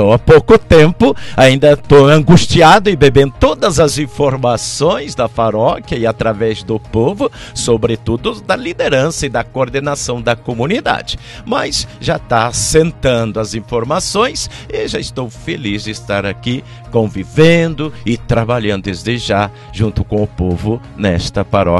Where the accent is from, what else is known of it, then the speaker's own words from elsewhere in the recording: Bom Sucesso de Itararé, São Paulo, Brazil; now in Itararé, Brazil; sou nascido no bairro de Tembé, Bom Sucesso de Tararé. Porque quando eu nasci, claro, eu pertenci a Itararé, sou itararense, mas no momento sou Bom Sucessense, sou nascido em Bom Sucesso de Itararé.